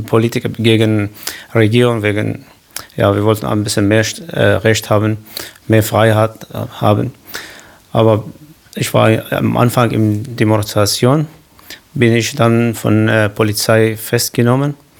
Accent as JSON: {"language": "German", "country": "Syria", "second_language": "German", "lives_now": "Germany", "said": "weil Syrien und Türkei, die zum Beispiel meine Heimatstadt und eine Stadt in Türkei heißt Nisibin"}